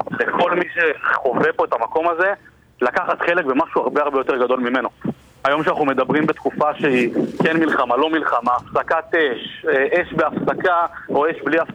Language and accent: Hebrew; Karmiel, Northern District, Israel; also born or lived in Kiryat Shmona; אני גדלתי והתחנכתי בקרמיאל, כל הילדות שלי